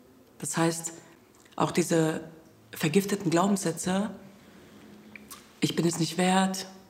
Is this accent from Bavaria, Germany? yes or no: no; Hanover, Lower Saxony, Germany; Ich bin ein Kind von Geflüchteten. Ich bin mit 10 Geschwistern in Hannover-Linden groß geworden, aufgewachsen in den 90er Jahren. Ich bin Kurdin, ich bin Jesidin.